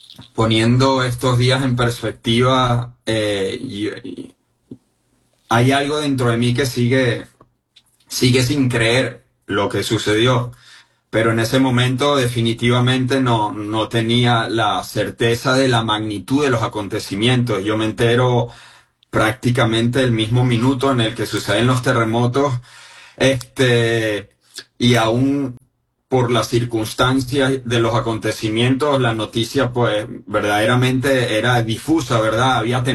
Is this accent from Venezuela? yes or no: yes; Playa Grande, La Guaira, Venezuela; moved away as an adult; now in Puerto Rico; yo crecí y viví gran parte de mi vida en Playa Grande, que ha sido una de las zonas más afectadas de estos dos sismos simultáneos en Venezuela. Yo actualmente vivo en Puerto Rico, pero en Venezuela tenía mi apartamento